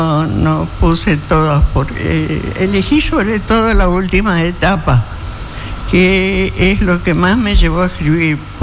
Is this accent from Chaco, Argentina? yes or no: yes; Chaco, Argentina; yo soy chaqueña, nacida, criada, estudiada, todo